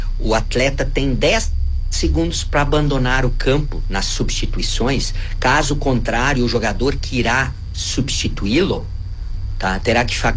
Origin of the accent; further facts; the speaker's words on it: Rio Grande do Sul, Brazil; Como gremista e como gaúcho